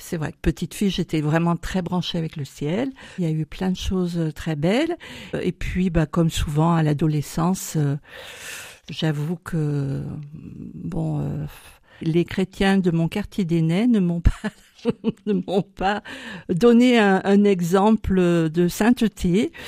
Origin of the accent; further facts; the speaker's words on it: Lyon, Auvergne-Rhône-Alpes, France; Je suis, on va dire, lyonnaise. Voilà, depuis l'âge de 2 ans où je suis arrivée à Lyon, je suis lyonnaise avec des racines méditerranéennes du côté de ma maman et du sud-ouest de mon papa.